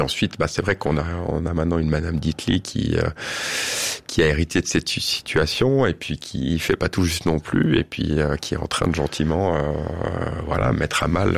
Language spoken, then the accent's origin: French; Switzerland; J'y suis né, j'y ai grandi, j'ai toute ma famille, tous mes amis. J'y ai passé l'essentiel de ma vie